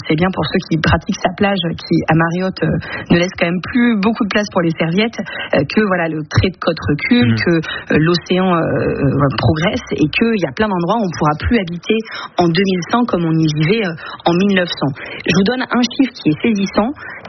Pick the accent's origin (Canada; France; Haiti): France; Hénin-Beaumont, Hauts-de-France; moi je viens du bassin minier du Pas-de-Calais, je me rappelle à Hélène Beaumont, en CM2